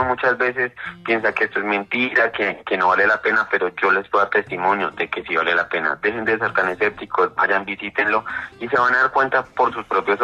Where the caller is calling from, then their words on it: Bogotá, Colombia; Profe, le estoy llamando desde el barrio 20 de julio en Bogotá.